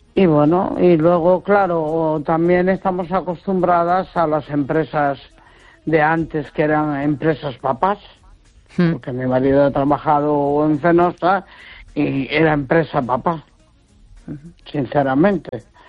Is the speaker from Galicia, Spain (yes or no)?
yes; Neda, Galicia, Spain; Hola, buenas noches, Esther.